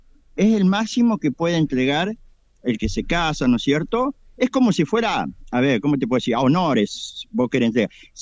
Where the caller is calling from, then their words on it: San Francisco, Argentina; la parroquia Santa Rita acá de San Francisco.